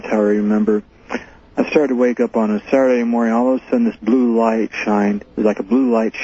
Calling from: Fresno, California, United States; I'm calling from Fresno, California, and I'm on KMJ 580.

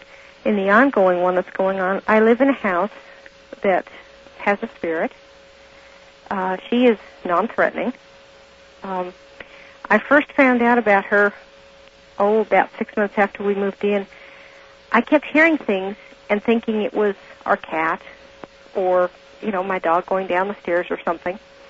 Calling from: Denver, Colorado, United States; Good morning, Art. … in Denver.

